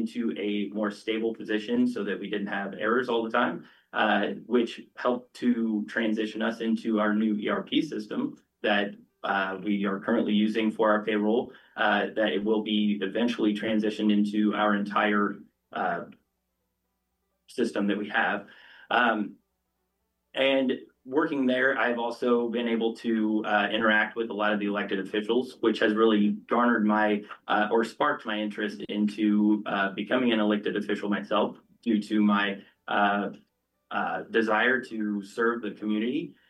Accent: Kearney, Missouri, United States; I am running for the Boone County Auditor's position. I grew up in Kearney, Missouri

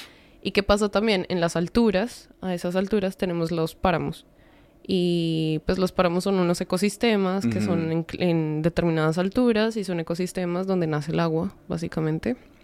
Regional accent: Colombia; Colombia, pues estamos en la línea de Ecuador. Uh-huh. Eso hace que no tengamos estaciones. Lo que pasa en mi país es que tenemos son pisos climáticos.

